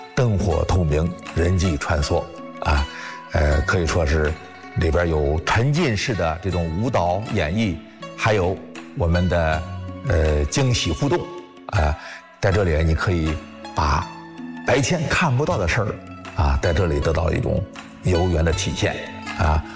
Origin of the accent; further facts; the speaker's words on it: Zhengding, Hebei, China; 我的家乡正定啊